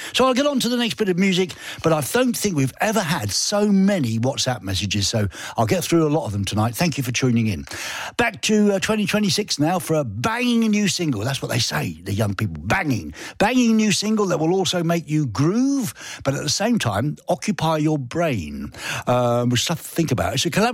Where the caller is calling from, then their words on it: Güstrow, Mecklenburg-Vorpommern, Germany; Today, I'm not from Pankow, but I'm from Gustrau.